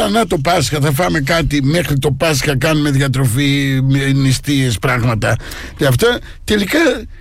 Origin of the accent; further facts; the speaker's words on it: Thessaloniki, Central Macedonia, Greece; Έχεις καμιά σχέση με την πόλη μου, τη Θεσσαλονίκη?